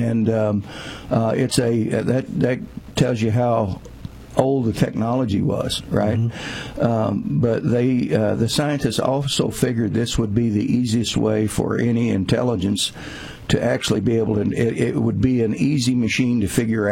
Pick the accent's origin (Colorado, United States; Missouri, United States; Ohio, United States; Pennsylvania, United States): Missouri, United States; Mike, I'm from Missouri.